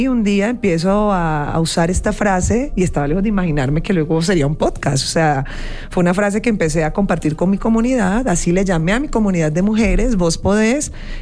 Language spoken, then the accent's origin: Spanish; Cali, Valle del Cauca, Colombia; now in Bogotá, Colombia